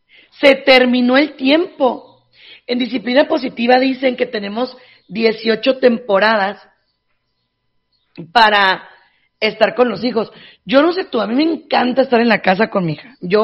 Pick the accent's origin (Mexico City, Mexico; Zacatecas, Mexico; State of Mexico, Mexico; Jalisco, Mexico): Zacatecas, Mexico; Jerez; Yo soy de Zacatecas, yo soy de Jerez, Zacatecas. Y yo me acuerdo de mis papás llevándonos al rancho el fin de semana